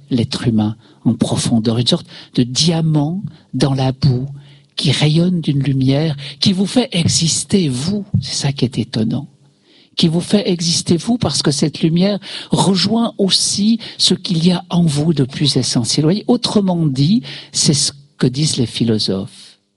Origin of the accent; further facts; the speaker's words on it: Switzerland; Chez nous en Suisse